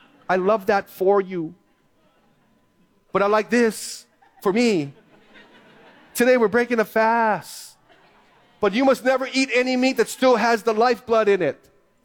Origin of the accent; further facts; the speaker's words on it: Philippines; I'm Filipino. I can do that. Okay? So my Filipino grandmother up there.